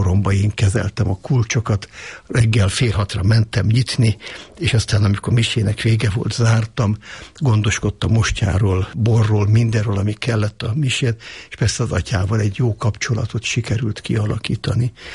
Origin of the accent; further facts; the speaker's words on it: Budapest, Hungary; már mondhatom, hogy jelenleg az ötödik generációban élünk a 8. kerületben, a tisztviselőtelepen. Ott születtem, ott nőttem föl 4 testvéremmel együtt